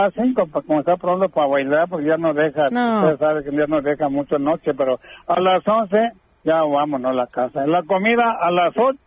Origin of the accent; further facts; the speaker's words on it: Guerrero, Mexico; Costa Chica, costeño de Guerrero.